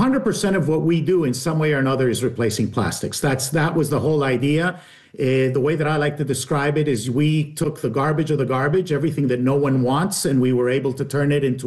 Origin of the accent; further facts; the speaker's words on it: Colombia; I'm originally from Colombia.